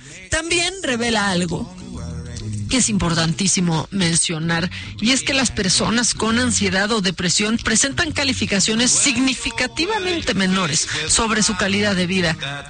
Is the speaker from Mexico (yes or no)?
yes; Mexico; así somos los mexicanos.